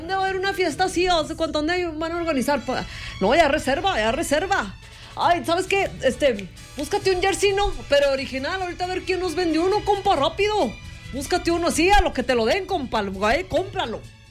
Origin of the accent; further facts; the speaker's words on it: Mexico; Somos mexicanos y aquí estamos.